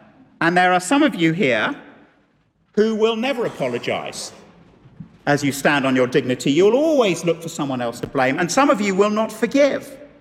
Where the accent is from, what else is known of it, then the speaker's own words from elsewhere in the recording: United Kingdom; particularly if we're British